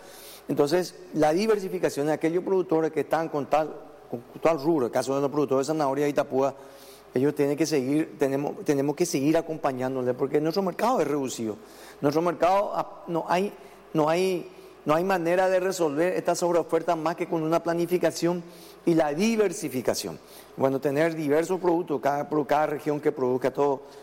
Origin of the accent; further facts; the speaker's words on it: San Pedro, Paraguay; Yo voy a hablar con propiedad porque provengo del departamento de San Pedro.